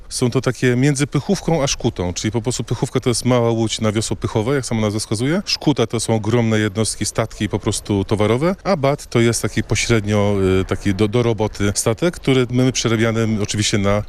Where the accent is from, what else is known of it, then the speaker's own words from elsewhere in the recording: Warsaw, Masovian Voivodeship, Poland; Jestem z Warszawy i przypłynąłem batem Mieszko.